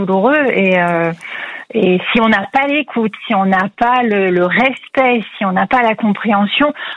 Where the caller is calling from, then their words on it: Rouen, Normandy, France; De Rouen.